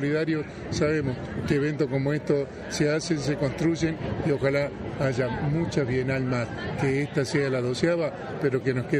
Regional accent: Argentina; como nos merecemos todos los argentinos

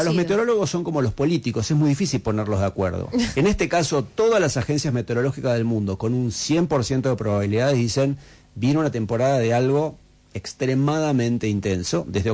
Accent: Argentina

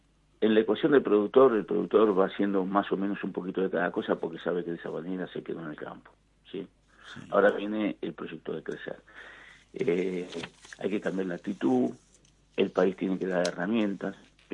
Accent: Argentina

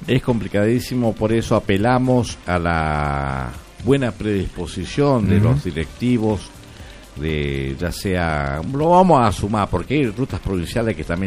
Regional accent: Argentina

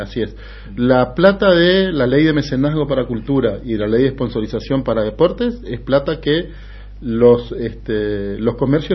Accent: Argentina

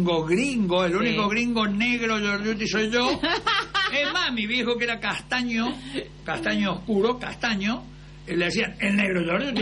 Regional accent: Brinkmann, Córdoba, Argentina; born there; se fue al pueblo, a Brinkman, donde yo nací

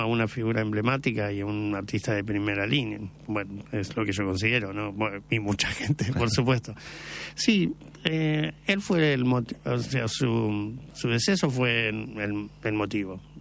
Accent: La Plata, Buenos Aires Province, Argentina; Yo soy platense.

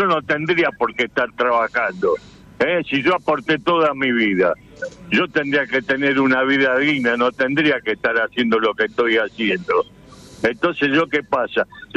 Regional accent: Buenos Aires, Argentina; born there

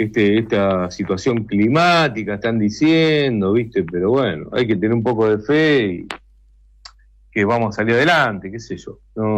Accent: Morteros, Córdoba, Argentina; yo soy de una ciudad comercial industrial, y siempre recordaba a Mortero de Córdoba. Lo conocen a mi pueblo, decía

